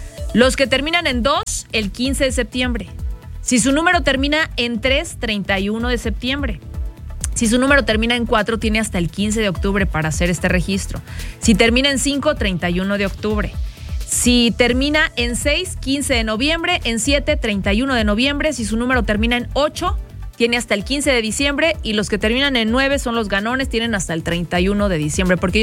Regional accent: Mexico; ya sabe cómo somos los mexicanos

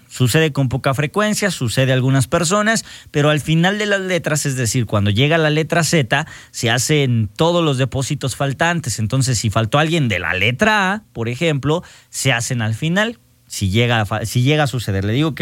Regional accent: Ojuelos de Jalisco, Jalisco, Mexico; now in Aguascalientes, Mexico; gracias por querer a mi tierra también. Vivo Ojuelos, Jalisco, cómo no. Y gracias a toda la gente que me escribe, que sabe que soy de allá

